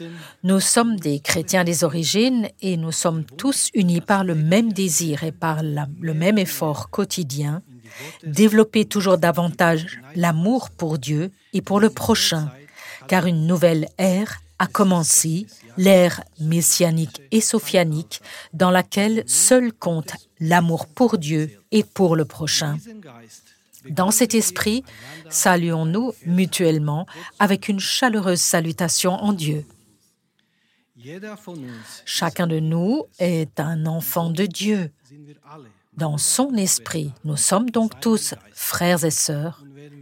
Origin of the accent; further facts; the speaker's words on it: Croatia; moved away; Je suis originaire de Croatie